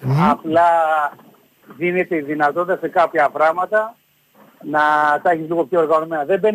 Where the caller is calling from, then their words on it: Stuttgart, Baden-Württemberg, Germany; Εγώ είμαι από τη Στουγκάρδη.